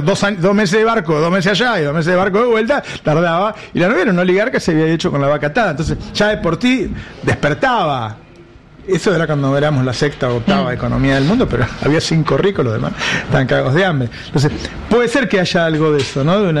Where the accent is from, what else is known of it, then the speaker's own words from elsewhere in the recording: Buenos Aires, Argentina; now in Italy; en Italia, una moza de un bar me dice: ¿Tú eres de Argentina? Sí, sí. Me dice: ¿Dónde es? De Palermo.